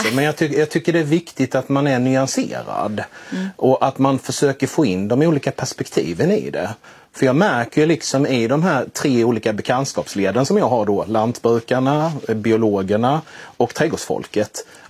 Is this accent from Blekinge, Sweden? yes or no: yes; Blekinge, Sweden; Jag är lantbrukarson från Blekinge.